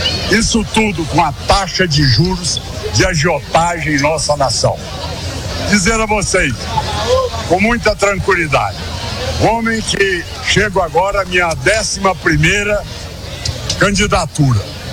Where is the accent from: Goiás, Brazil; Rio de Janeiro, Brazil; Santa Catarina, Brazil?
Goiás, Brazil; Nós hoje batemos no peito em qualquer lugar do Brasil e falamos, nós somos goianos.